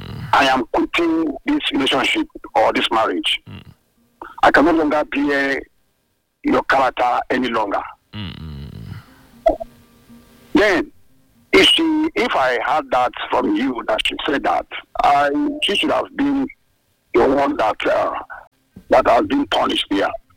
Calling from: Abidjan, Côte d’Ivoire; I'm from Abidjan.

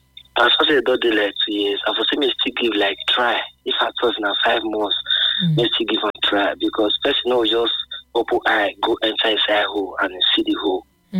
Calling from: Anegbete, Edo, Nigeria; English is a second language; I'm calling you from Anegbete.

